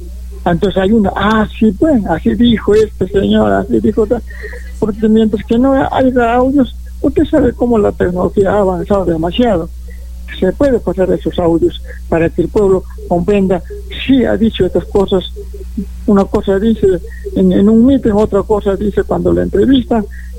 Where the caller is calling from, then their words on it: Peru; todos somos peruanos